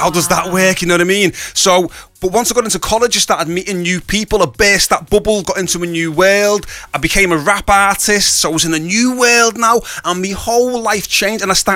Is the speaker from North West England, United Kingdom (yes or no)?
yes; Rainhill, North West England, United Kingdom; also born or lived in Old Swan, Liverpool; I was brought up in Rainhill and then I lived in Old Swan, like either side, you know what I mean? Yeah. Now I'm over here on the Whittle.